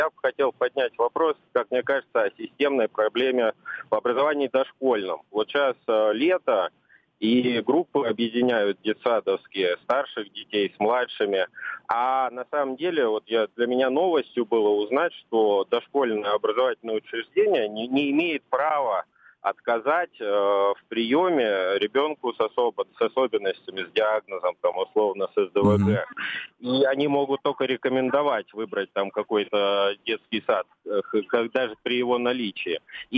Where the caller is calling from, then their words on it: Saint Petersburg, Russia; Санкт-Петербург, ваш постоянный слушатель.